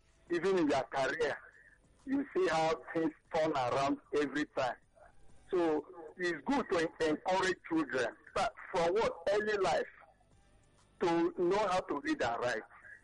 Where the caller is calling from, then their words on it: Lagos, Nigeria; I'm calling from Mesa in Lagos.